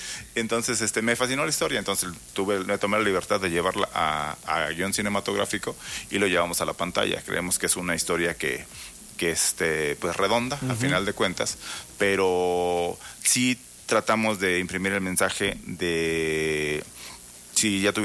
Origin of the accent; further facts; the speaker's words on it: Uruapan, Michoacán, Mexico; moved away as an adult; now in Morelia, Mexico; yo soy de Europa, Michoacán.